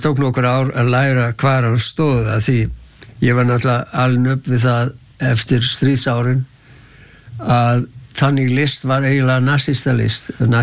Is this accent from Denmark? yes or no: no; Netherlands; now in Iceland; Ég bjó í Amsterdam þegar ég kom úr Varmlandi, fór heim til Hollands og svo komum við úr Stóritjörn